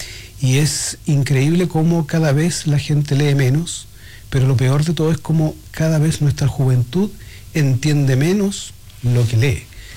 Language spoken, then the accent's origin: Spanish; La Serena, Coquimbo, Chile; born there; moved away; also born or lived in Valparaíso; Yo nací en La Serena, sí.